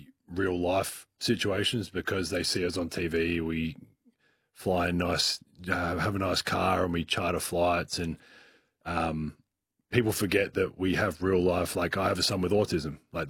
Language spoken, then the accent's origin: English; Adelaide, South Australia, Australia; now in Melbourne, United States; I'm from Adelaide originally.